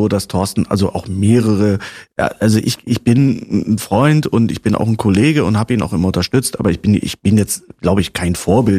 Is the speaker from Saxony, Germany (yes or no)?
no; Bottrop, North Rhine-Westphalia, Germany; Es gab einen, oder es gibt immer noch diesen Moviepark bei uns im Ruhrgebiet in Bottrop